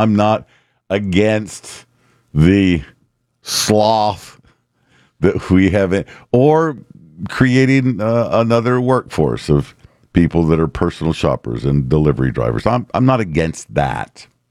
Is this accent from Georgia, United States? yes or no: no; Houston, Texas, United States; I moved back home to the part of town that I grew up in. And when I came home from the Army and I went to college and blah, blah, blah, I didn't live in Spring Branch. I have now moved, not with my parents, I've moved back into the branch.